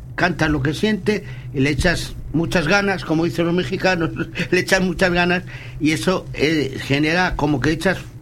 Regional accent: Spain; El Casti, bueno, es una palabra emblemática de mi pueblo, porque soy de la etnia gitana

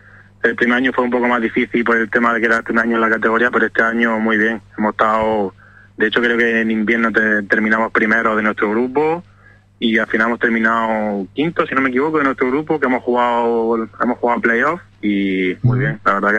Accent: Almería, Andalusia, Spain; moved away

